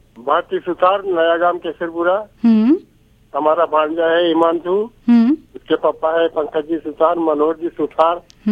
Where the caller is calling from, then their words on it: Chhoti Sadri, Rajasthan, India; पास में है हमारा गांव, 15 किलोमीटर दूर नीमच से अटैच है।